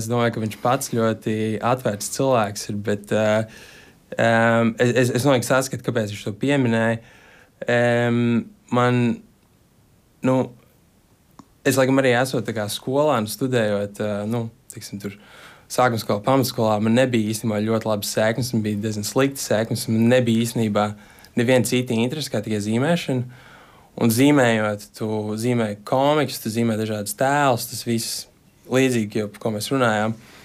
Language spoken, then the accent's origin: Latvian; Riga, Latvia; moved away as an adult; now in Zurich, Switzerland; man Latvija, mans mājas, tas ir no kurienes es nāku, un es vienmēr šiem braucu atpakaļ, mēs abi ar sievas no šeienes, no Rīgas.